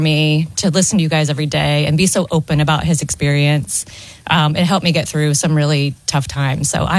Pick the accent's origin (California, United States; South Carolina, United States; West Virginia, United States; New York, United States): West Virginia, United States; moved away as an adult; also born or lived in Cleveland; now in Washington, D.C. area, United States; I'm originally from West Virginia, but my job took me to Cleveland where we met. And we just recently, about a year ago, moved to the Washington, D.C. area.